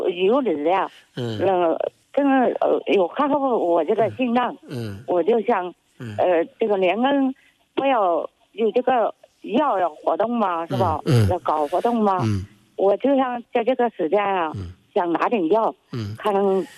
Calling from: Lianyungang, Jiangsu, China; 我是连云的。

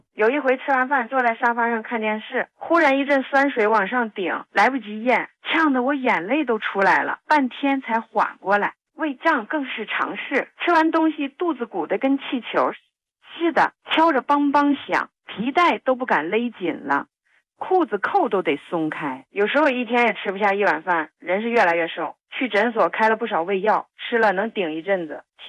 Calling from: Daqing, Heilongjiang, China; 今年70了，从黑龙江大庆打过来的，

